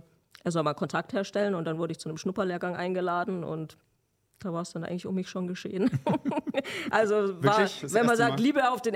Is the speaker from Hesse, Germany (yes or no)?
no; Stuttgart, Baden-Württemberg, Germany; als Stuttgarterin